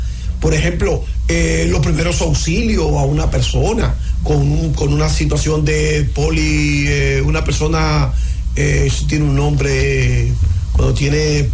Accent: Dominican Republic; Y ciertamente, nosotros como dominicanos siempre me trae a la mente ese escenario de allá extrapolado acá.

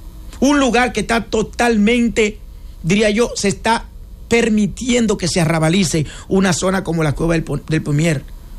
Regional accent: Dominican Republic

